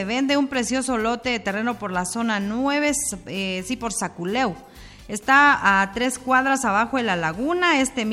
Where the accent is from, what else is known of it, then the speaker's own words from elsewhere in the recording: Guatemala; nuestra Guatemala.